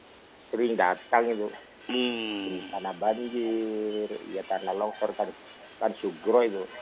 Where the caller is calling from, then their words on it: Sumenep, East Java, Indonesia; Berasal dari Desa Cilukul Kecamatan Sumenep Madura.